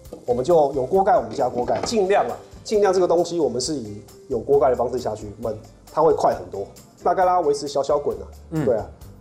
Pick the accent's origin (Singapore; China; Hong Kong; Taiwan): Taiwan